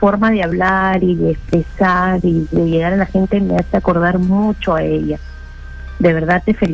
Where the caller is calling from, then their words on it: Lima, Peru; De La Victoria, te llamo de La de Victoria. De Lima.